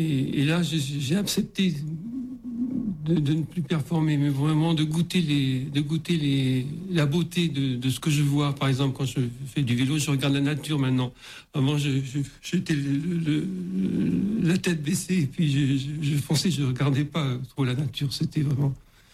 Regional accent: Lourdes, Occitanie, France; Et je me suis présenté, je lui ai dit que je venais de Lourdes. Et c'est là après que j'aurais dit, ben, quand je vais rentrer à Lourdes

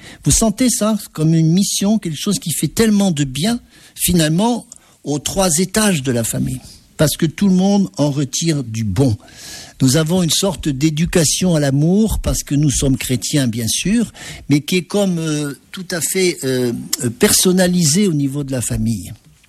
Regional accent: Auvergne-Rhône-Alpes, France

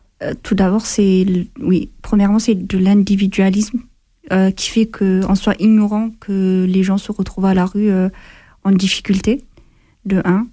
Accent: Ethiopia; now in France; J'ai grandi en Éthiopie et on ne connaît pas le racisme, en fait. C'est ici, d'ailleurs, que j'ai découvert le racisme aussi.

